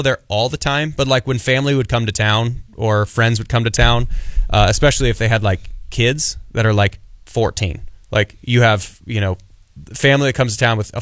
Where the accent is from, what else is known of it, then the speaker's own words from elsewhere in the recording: Altoona, Iowa, United States; also born or lived in Pleasant Hill; So I grew up in Altoona, then we moved to Pleasant Hill, kind of, you know, just a little south of wherever we grew up.